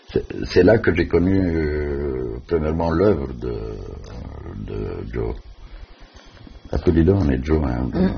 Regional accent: Alexandria, Alexandria Governorate, Egypt; now in Cairo, Egypt; Et moi aussi, je suis assez souvent loin d'Alexandrie puisque je travaille au Caire. Mais inévitablement, chaque fois que je vais, j'essaye d'aller dans les quartiers de ma jeunesse

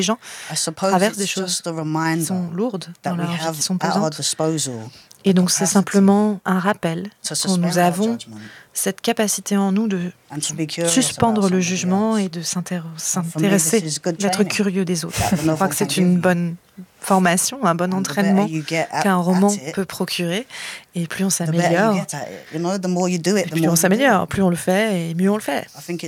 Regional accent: London, United Kingdom; Moi, je suis née, j'ai grandi à Londres et parfois, ma ville peut être dévorante.

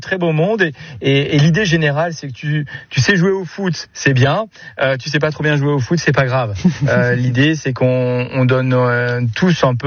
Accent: Grand Est, France; de chez nous, en Alsace.

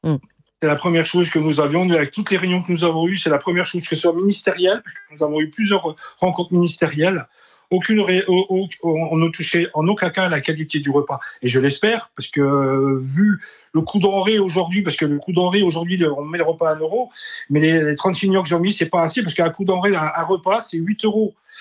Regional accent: Grand Est, France; parce que moi, je suis de la Lorraine

